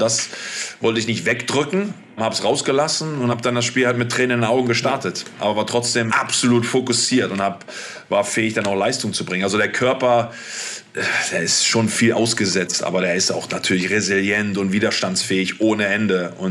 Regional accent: Hanover, Lower Saxony, Germany; moved away as an adult; auf einmal spielst du als Hannoveraner für 96

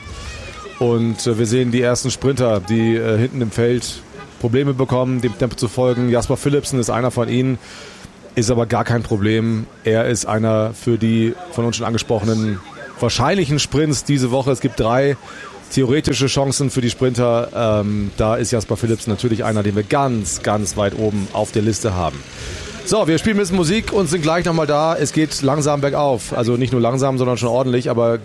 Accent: Northern Germany, Germany; Ich komme aus Norddeutschland

